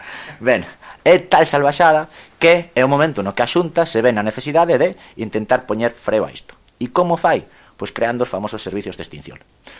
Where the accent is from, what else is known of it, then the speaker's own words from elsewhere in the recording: Santiago de Compostela, Galicia, Spain; Eu lembro-me, son de Compostela, lembro-me que no 2006 ardeu toda Compostela, rodeada polos catro costados ardendo.